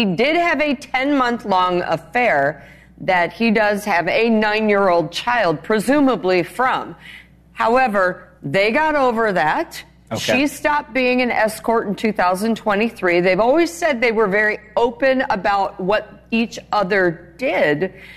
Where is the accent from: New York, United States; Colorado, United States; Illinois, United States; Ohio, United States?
Ohio, United States; Cincinnati; I am from Ohio.